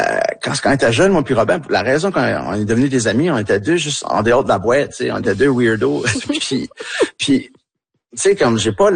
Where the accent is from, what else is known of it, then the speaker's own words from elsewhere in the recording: Tracadie, New Brunswick, Canada; accent: Tracadie; ben, je parle avec mon accent tracadie un peu plus, puis je me laisse aller